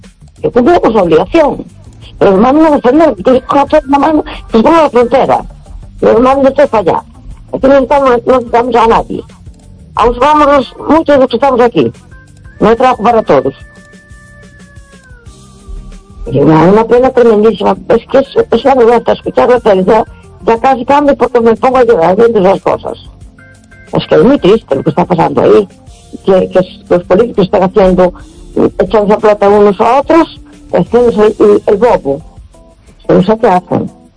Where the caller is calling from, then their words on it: A Coruña, Galicia, Spain; de Coruña.